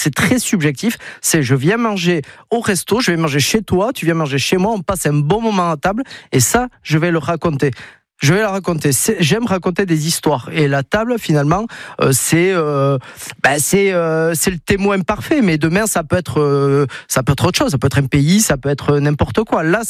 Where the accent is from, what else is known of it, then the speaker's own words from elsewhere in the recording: Ascain, Nouvelle-Aquitaine, France; also born or lived in Saint-Jean-de-Luz / Paris; Alors moi, je viens d'Asquin, maison familiale à Asquin, Lusien de naissance, scolarité classique au Pays Basque. J'ai fini mes études à Paris